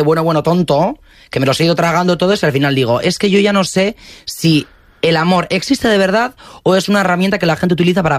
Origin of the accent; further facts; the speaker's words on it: Basque Country, Spain; Soy vasco. Un vasco.